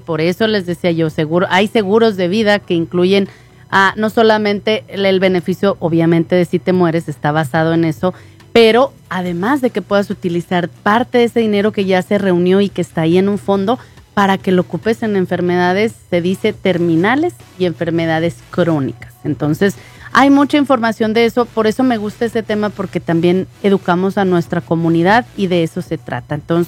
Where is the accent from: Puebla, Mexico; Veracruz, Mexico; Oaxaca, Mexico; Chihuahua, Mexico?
Chihuahua, Mexico; Hidalgo del Parral; moved away; allá tiran las cenizas en Parral, si tú quieres, ándale, porque es de donde yo soy.